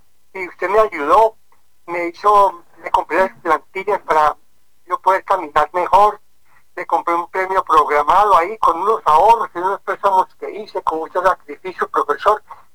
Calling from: Simijaca, Cundinamarca, Colombia; Simijaca, profesor.

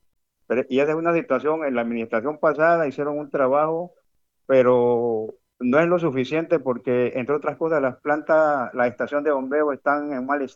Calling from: Buenaventura, Valle del Cauca, Colombia

